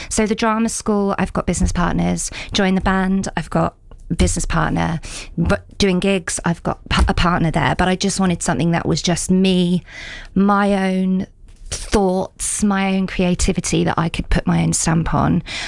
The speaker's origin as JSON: {"language": "English", "region": "South West England", "country": "United Kingdom", "said": "But I'm from Cornwall."}